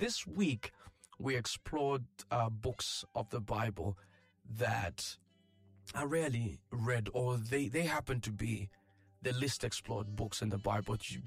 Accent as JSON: {"language": "English", "country": "Zambia", "said": "But for us Zambians"}